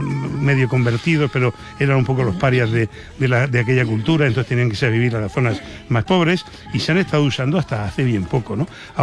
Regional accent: Murcia, Region of Murcia, Spain

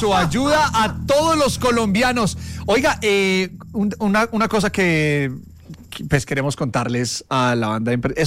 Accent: Colombia; alguien que nos ha unido muchas veces como colombianos a través de diferentes sentimientos, de emoción por nuestras tierras, de emoción por lo que se puede hacer en Colombia

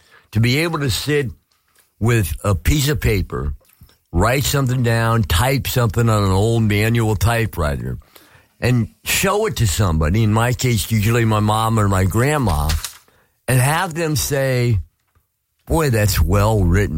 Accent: San Francisco, California, United States; I grew up in San Francisco and I was raised by a single mom.

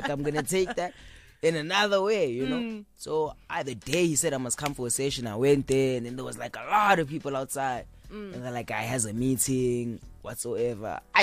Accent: South Africa; I'm from South Africa.

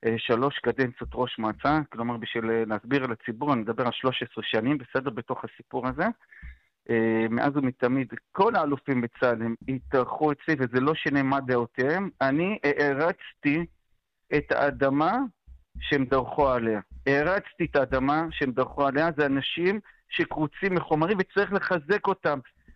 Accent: Jerusalem, Jerusalem District, Israel; שאני גדלתי עליהם כירושלמי, בסדר? אני נולדתי בתוך בית קפה, בסדר? בתוך ירושלים, בצדרום של הצדרום, ולימים התאהבתי בהתיישבות

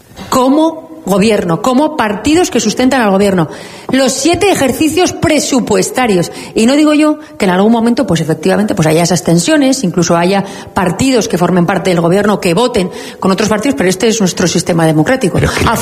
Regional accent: Navarre, Spain; Aprovecho a decir, mira, los navarros somos plurales, diversos, navarros que se sienten vascos, navarros que se sienten del mundo, navarros que se sienten solo navarros, navarros que se sienten navarros y españoles.

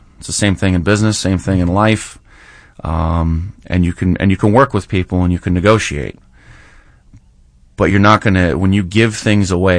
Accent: Rochester, New York, United States; I have family in New York City and in Rochester, New York, where I grew up in Rochester.

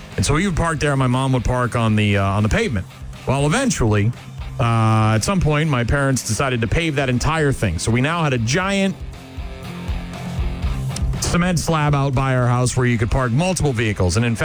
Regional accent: Nashua, New Hampshire, United States; when my parents first bought our home that I grew up in on Syracuse Road in Nashua, New Hampshire

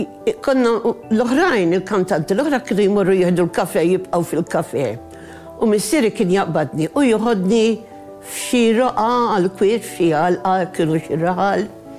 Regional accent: Senglea, South Eastern Region, Malta; Sireni naturalment il-ħoss tal-alarm, aħna tal-Ista konna ngħidu la balomba. Imma in-naħħa l-oħra ta' Malta jgħidulu sireni.

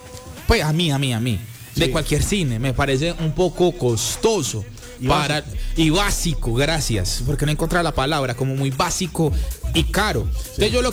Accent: Medellín, Antioquia, Colombia; also born or lived in Dabeiba, Antioquia; now in Bogotá, Colombia; yo soy de Dabeiba, Antioquia, criado en Medellín y vivo en Bogotá hace 15 años. O sea, soy una mezcla muy loca.

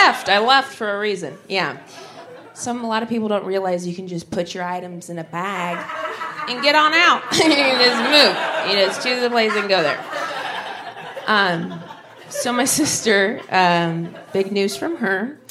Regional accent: Dayton, Ohio, United States; So I grew up originally in Ohio, Southwest Ohio, in Dayton, and I got some big news from my sister back home.

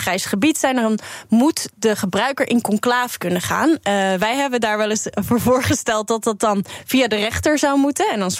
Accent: Zeeland, Netherlands; ik kom uit Zeeland, maar ik heb ook op een heel christelijke basisschool gezeten.

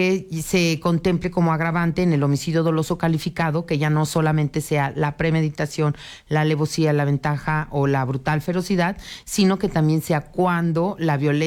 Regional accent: Mexico; el fútbol, que nos une como mexicanos

